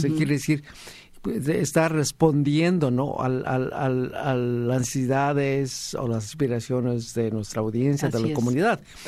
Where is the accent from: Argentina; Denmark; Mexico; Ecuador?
Mexico; Oaxaca; Por ejemplo, ahí en mi pueblo, en Oaxaca, en mi niñez, juventud, pues el radio era algo misterioso.